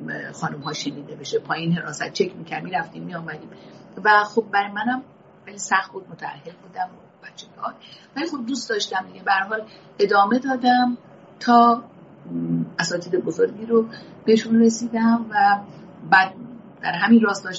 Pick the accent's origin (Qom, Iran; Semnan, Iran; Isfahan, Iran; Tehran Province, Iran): Tehran Province, Iran; Tehran; من اصالتا بچه عشمت دوله تهرانم، متولد تهران هستم